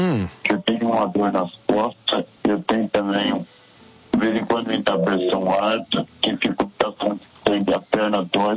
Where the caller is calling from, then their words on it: São Paulo, Brazil; Eu falo aqui de Ponta Porã, de Araraquara, vizinho de Araraquara.